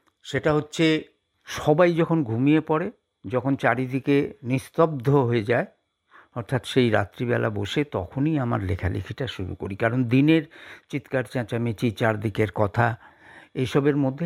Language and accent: Bangla; our district, West Bengal, India; আমাদের সেই কুমারগঞ্জে যে ব্লকটা আছে আমাদের জেলার